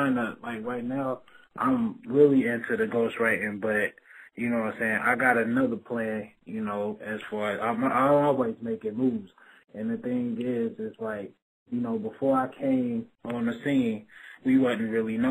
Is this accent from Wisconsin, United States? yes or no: no; St. Louis, Missouri, United States; I was from St. Louis